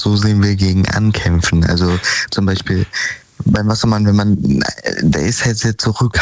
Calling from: Mainz, Rhineland-Palatinate, Germany; Immer noch aus Mainz.

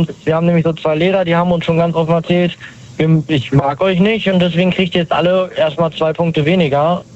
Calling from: Lower Saxony, Germany; Wir kommen aus der Nähe von Hannover.

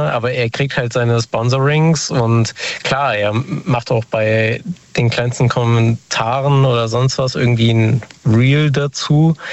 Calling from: Montabaur, Rhineland-Palatinate, Germany; Aus der Ecke Hessen, aus Montabaur ungefähr.

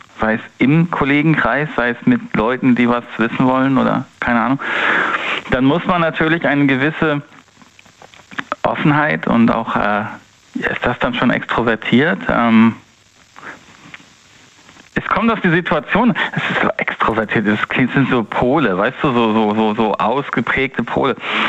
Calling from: North Rhine-Westphalia, Germany; Ich komme aus dem Rhein-Sieg-Kreis.

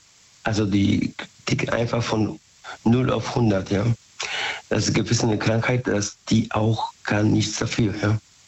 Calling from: Bad Godesberg, North Rhine-Westphalia, Germany; Aus Bad Godesberg. Haben wir schon gesprochen.

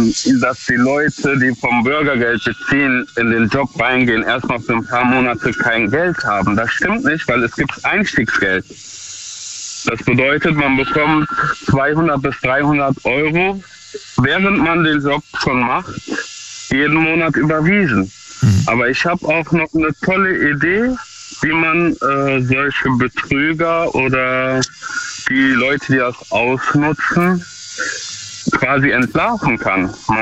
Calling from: Duisburg, North Rhine-Westphalia, Germany; Ich komme aus Duisburg.

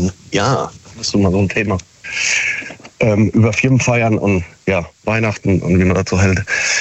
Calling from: Siegen, North Rhine-Westphalia, Germany

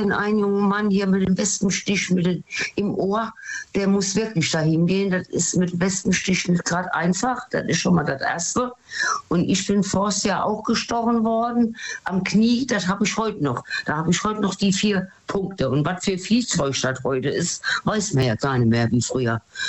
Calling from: Rhineland-Palatinate, Germany; Aus dem Westerwald.

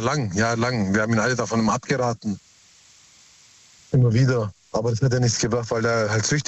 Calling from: Heidenheim, Baden-Württemberg, Germany; Aus Heidenheim.

